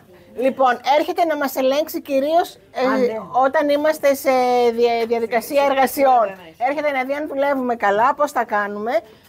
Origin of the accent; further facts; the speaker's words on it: Skiathos, Thessaly, Greece; now in Ioannina, Greece; Επειδή πρόσφατα γύρισα τώρα από τη Σκιάθο και είμαι από τη Σκιάθο, είμαι στα Γιάννενα.